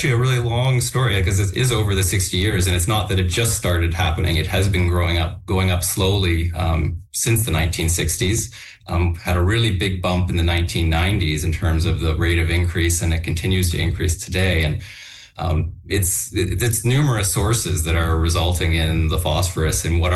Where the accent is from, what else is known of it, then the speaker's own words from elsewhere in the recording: Ontario, Canada; growing up in Southern Ontario